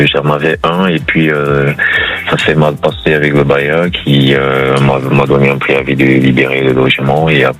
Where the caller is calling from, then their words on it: Paris, Île-de-France, France; Je vous appelle depuis la ville de Paris